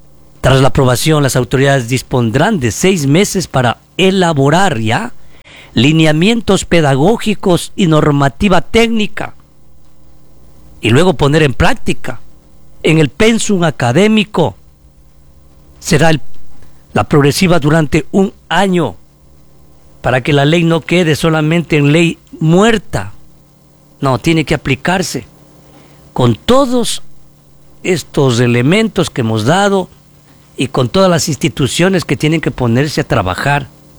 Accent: Ecuador; hay que cumplirlas como ecuatorianos

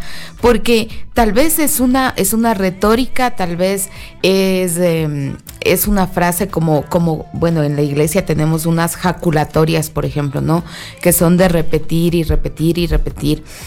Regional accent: Ecuador

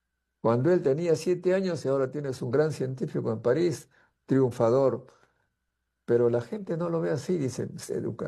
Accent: Peru; nosotros como peruanos

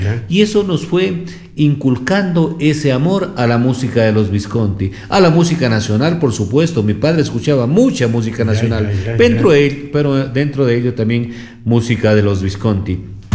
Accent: Gonzanamá, Loja, Ecuador; now in Loja, Ecuador; Gonzanamá. Ahí vive aún mi mamacita. Vivimos con toda mi familia, pues hasta que yo tuve 12 años y vine a estudiar en Loja. Y desde el 1981 vivo aquí en Loja, así que vivo ya 45 años aquí en Loja

